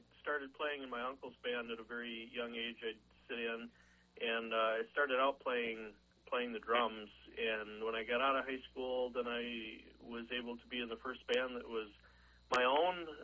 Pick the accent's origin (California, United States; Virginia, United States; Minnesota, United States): Minnesota, United States; Mankato; born and raised in Mankato area, in south central Minnesota, and married, got two wonderful kids